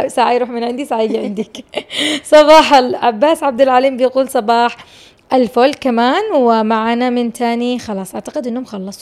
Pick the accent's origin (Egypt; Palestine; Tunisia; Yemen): Yemen; Aden; accent: Adeni; لهجتنا العدنية الأصيلة اللي نحتفظ فيها على مر الأيام والسنين ومعتزين بها جدا